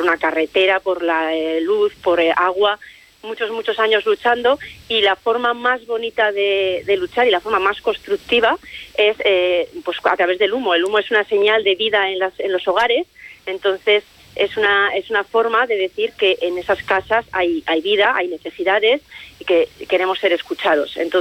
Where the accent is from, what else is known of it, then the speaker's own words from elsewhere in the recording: Cervera, Spain; también para los que somos de Cervera y los que entendemos que las cosas han sido así durante muchos años